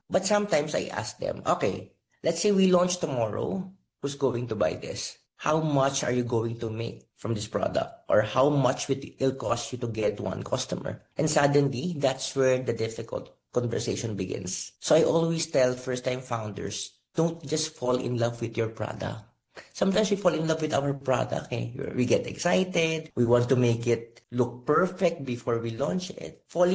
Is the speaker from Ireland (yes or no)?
no; Philippines